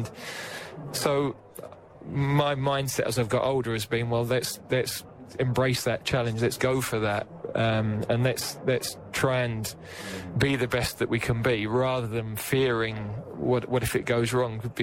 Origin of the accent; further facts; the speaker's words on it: England, United Kingdom; that's not what I would expect as an Englishman of people, you know, in a privileged position to go and watch.